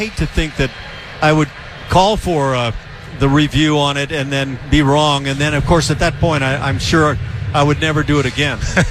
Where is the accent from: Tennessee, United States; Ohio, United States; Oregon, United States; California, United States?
California, United States; Los Angeles; I grew up as a big Dodger fan in L.A.